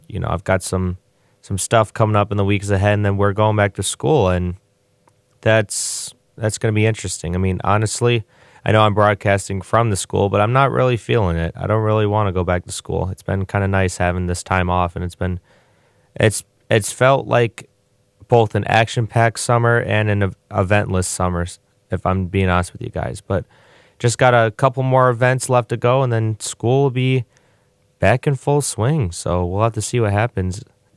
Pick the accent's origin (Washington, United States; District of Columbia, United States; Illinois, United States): Illinois, United States; Joliet; right here in Joliet, Illinois, my hometown, the place where I've lived my whole life.